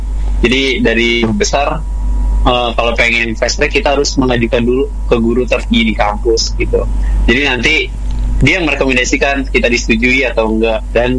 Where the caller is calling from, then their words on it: South Tangerang, Banten, Indonesia; Aku berasal dari Tangerang, khususnya Tangerang Selatan.